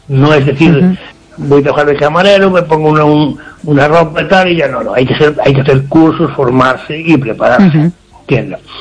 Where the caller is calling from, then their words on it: Ferrol, Galicia, Spain; aquí de Ferrol.